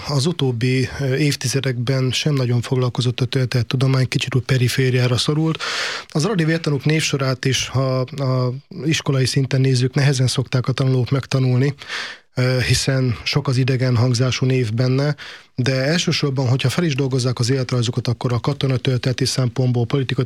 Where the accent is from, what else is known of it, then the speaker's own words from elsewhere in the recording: Nyíregyháza, Szabolcs-Szatmár-Bereg, Hungary; Nyíregyházi lévén legközelebb hozzám földrajzi szempontból Miskolc esik